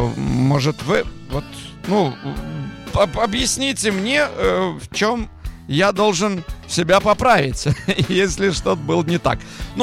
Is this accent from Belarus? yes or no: yes; Belarus; accent: Belarusian; несмотря на свой белорусский говор где-то и акцент.